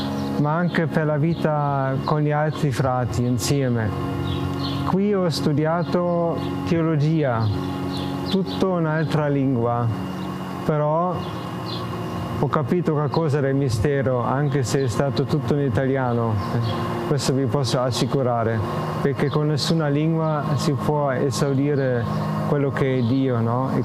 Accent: Germany; Italian is a second language; moved away as an adult; now in Italy; All'inizio stavo in Germania e poi il Signore mi conduceva fuori dal mio paese

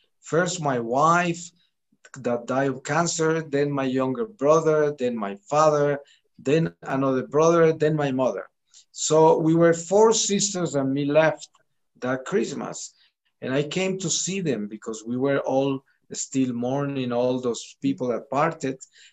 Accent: Colombia; I was driving at midnight into a coffee ranch plantation of one of my uncles in my hometown. And I was surprised by the rebels of the Colombian Revolutionary Army called FARC.

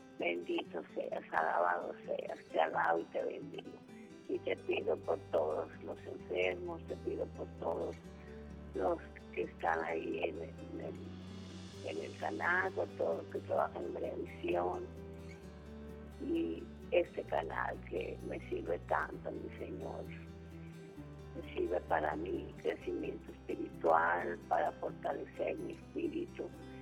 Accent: Guadalajara, Jalisco, Mexico; moved away; Nos permitió ir a mi tierra, a Guadalajara, y a visitar a mi Madre Santísima de Zapopan, a ver a mis hijos que tengo allá

